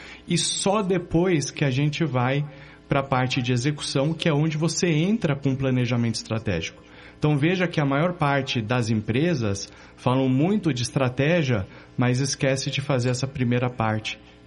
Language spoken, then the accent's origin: Portuguese; São Paulo, Brazil; also born or lived in Mexico / Porto Alegre; now in Curitiba, Brazil; Eu sou nascido em São Paulo, paulistano raiz.